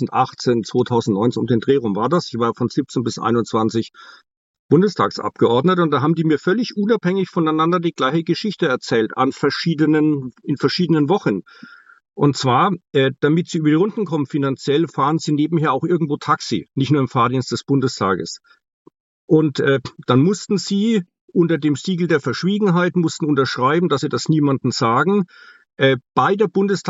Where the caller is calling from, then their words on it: Bavaria, Germany; Ich komme aus Bayern.